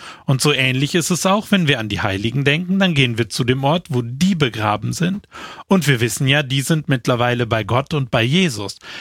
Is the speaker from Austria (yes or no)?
no; Germany; moved away; ich komme gebürtig aus Deutschland